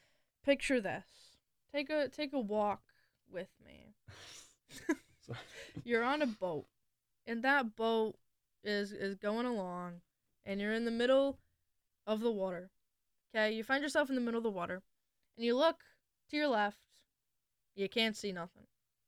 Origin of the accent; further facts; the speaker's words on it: Metro Detroit, Michigan, United States; That is my hometown lake